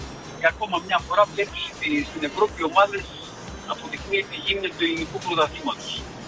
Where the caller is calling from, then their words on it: Romania; Από Ρουμανία, είμαι από Ρουμανία, από Κλωρία.